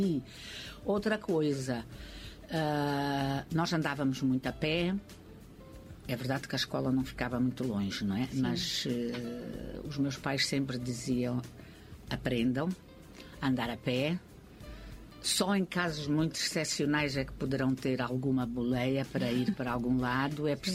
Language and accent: Portuguese; Apala, Nampula, Mozambique; born there; Eu nasci em Apala, distrito de Ribaué, província de Nampula, uma aldeia.